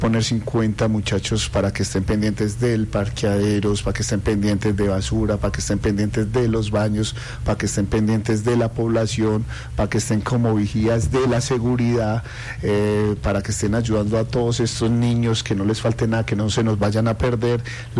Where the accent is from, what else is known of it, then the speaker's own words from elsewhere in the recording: Guarne, Antioquia, Colombia; nosotros somos de Guarne, somos hijos de comerciantes de guarneños